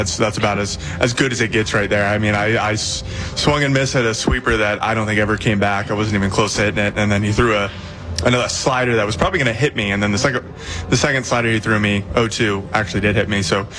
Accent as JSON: {"language": "English", "area": "Seattle", "region": "Washington", "country": "United States", "tie": "born there", "moved": "yes", "said": "And so it'll be my first time playing against my hometown team. And so I grew up being a Mariners fan."}